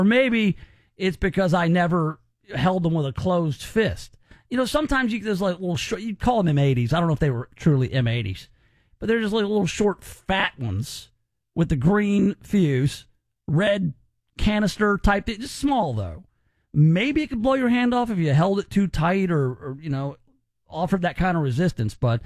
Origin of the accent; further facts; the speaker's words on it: Gulf Coast, United States; Listen, I grew up on the Gulf Coast every summer, and we were unsupervised.